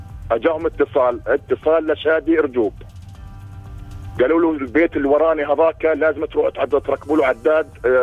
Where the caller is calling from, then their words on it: Deir al-Asal al-Fauqa, Hebron Governorate, Palestine; وبالنسبه لقرانا انا في دير العسل الفوق اللي هي الخط الغربي على الخط الاخضر